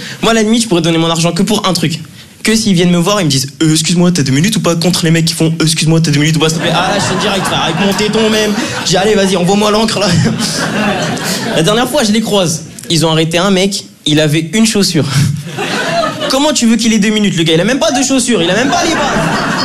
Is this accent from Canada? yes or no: no; Draguignan, Provence-Alpes-Côte d'Azur, France; now in Lyon, France; faut savoir un truc, c'est que moi, je viens de Draguignan. Donc, partout où je suis en France, je suis content d'être là